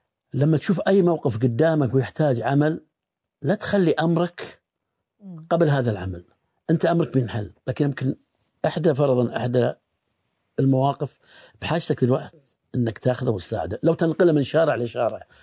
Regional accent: Bahrain; احنا عندنا في البحرين

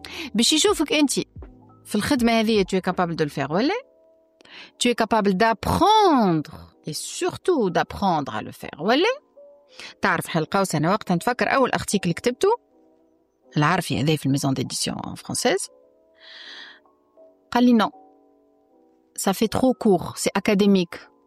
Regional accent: Tunisia; ولا يهمو فيا انا تونسيه ولا هندويه

